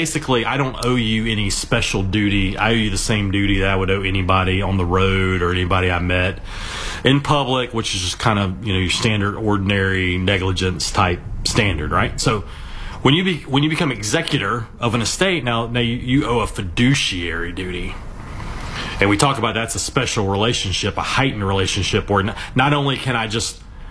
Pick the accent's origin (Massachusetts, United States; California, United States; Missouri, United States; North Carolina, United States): North Carolina, United States; No, I was just going to say, I grew up in North Carolina. I was a Hornets fan.